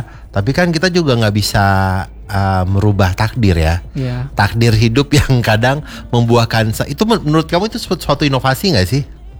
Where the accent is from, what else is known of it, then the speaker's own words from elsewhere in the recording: Lhokseumawe, Aceh, Indonesia; di Lok Sumawe ada Haksel, Hagu Selatan ya, kampung aku ya.